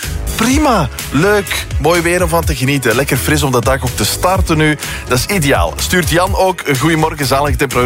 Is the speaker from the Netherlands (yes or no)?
no; Belgium; Ja, zo zijn we dan ook wel als Belgen soms, hè. Een beetje lachen met de miserie van onze noorderburen.